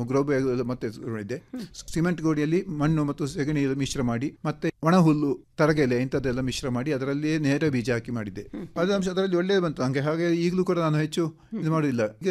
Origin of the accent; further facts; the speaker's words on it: Puttur, Karnataka, India; moved away as an adult; also born or lived in Chikkamagaluru district; ನಾನು ದಕ್ಷಿಣ ಪುತ್ತೂರಿನವನು. ಹೌದು, ಅಲ್ಲಿ ಕೃಷಿಕರ ನಾವು.